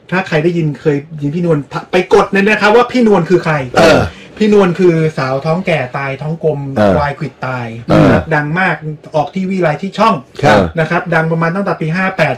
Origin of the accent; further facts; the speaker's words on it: Suphan Buri, Thailand; ผมเป็นคนสุพรรณ